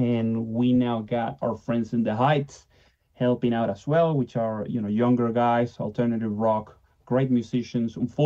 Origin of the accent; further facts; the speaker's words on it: Venezuela; now in Australia; So my country, my home country of Venezuela, was affected by two earthquakes.